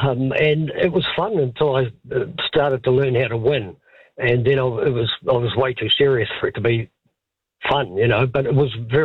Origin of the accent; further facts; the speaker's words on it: Auckland, New Zealand; I grew up in West Auckland, and a lot of petrol heads out that way